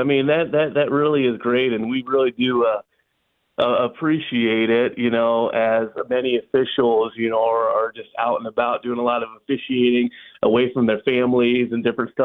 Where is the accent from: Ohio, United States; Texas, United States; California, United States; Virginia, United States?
Ohio, United States; Norwalk; So I grew up in Norwalk, Huron County. Call myself a Norwalkian, but also a Huron Countyan. But just a local guy that grew up playing a lot of different sports.